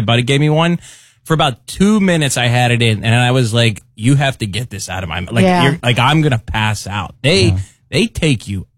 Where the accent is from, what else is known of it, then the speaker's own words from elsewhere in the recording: Pittsburgh, Pennsylvania, United States; Born and raised in Pittsburgh.